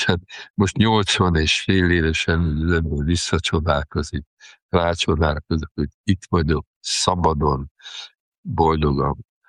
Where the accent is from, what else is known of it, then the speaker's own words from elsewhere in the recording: Sopron, Győr-Moson-Sopron, Hungary; én soproni vagyok